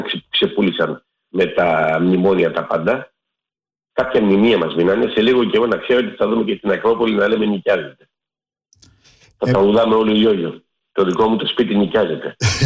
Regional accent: Greece; Και πληρώνουμε σαν Έλληνες, πληρώνουμε.

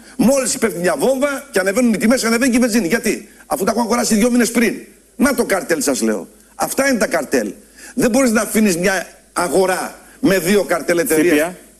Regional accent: Macedonia, Greece; Πρόδωσε τη Μακεδονία, σας λέω. Mm. Πρόδωσε την πατρίδα μου.

